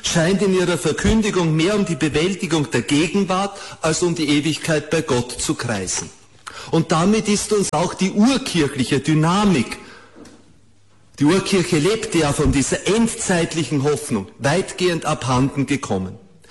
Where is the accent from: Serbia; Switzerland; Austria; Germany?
Austria; Vienna; born there; In Wien, wir Wiener, ich bin ein gebürtiger Wiener